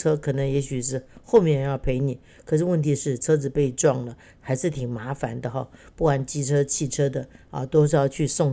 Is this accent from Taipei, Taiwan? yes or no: no; Keelung, Taiwan; 我小时候是住在基隆哈，啊，基隆是个港口。那因为我要搭公车上下学哈，因为我小学的时候就从乡下进城去念书了